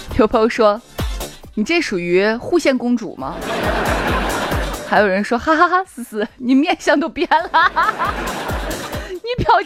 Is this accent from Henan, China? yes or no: no; Shaanxi, China; accent: Huxian; moved away; 只有我们陕西人能听得懂。